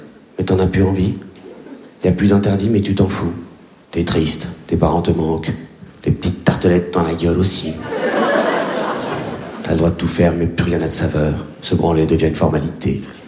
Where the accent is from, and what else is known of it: Réunion; born or raised there